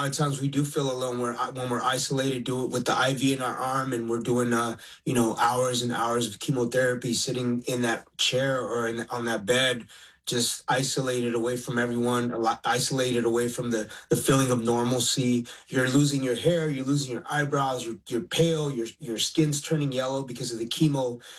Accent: Los Angeles, California, United States; born or raised there

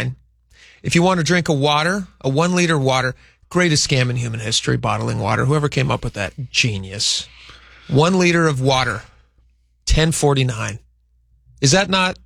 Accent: United States; As an American

